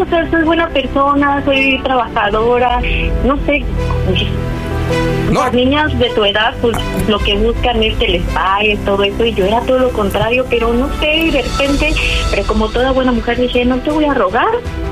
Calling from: Cuautla, Morelos, Mexico; Tengo 34 años y soy de Cuautla, Morelos.

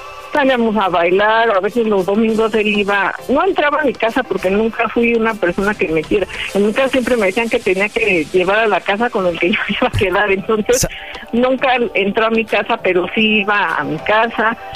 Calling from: State of Mexico, Mexico; Tengo 42 años y soy del Estado de México.

